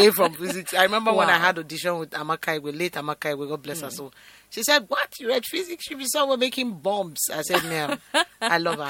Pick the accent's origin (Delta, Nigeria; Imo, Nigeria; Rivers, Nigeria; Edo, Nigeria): Rivers, Nigeria; Port Harcourt; moved away as an adult; also born or lived in Abia State; now in Lagos, Nigeria; My parents are from Abia State, West local government area in Abia State, but I was born and raised in Port Harcourt, so I'm a born River State person.